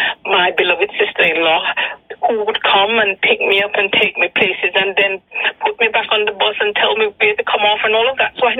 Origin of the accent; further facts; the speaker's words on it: Montserrat; moved away as an adult; now in United Kingdom; my fellow Montserratians